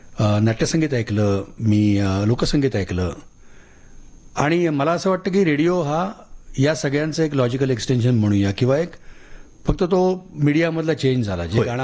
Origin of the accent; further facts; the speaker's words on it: Pune, Maharashtra, India; घरी वासुदेव यायचा आमच्या, माझ्या लहानपणी आतापर्यंत येत होता, म्हणजे मी जोपर्यंत तिकडे सदाशिव पेठेत राहायचो तिथपर्यंत वासुदेव येत होता